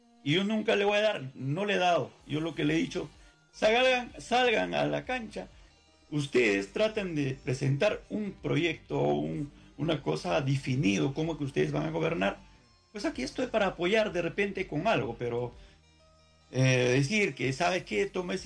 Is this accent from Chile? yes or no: no; San Luis, Carlos Fermín Fitzcarrald province, Ancash, Peru; moved away; yo a San Luis fui una visita a mi pueblo, que es Rosas Tayapampa